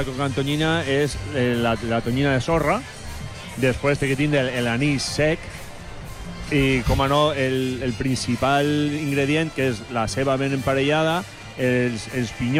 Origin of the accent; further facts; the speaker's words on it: Santa Pola, Valencian Community, Spain; Jo soc de Santa Pola i un horrorós.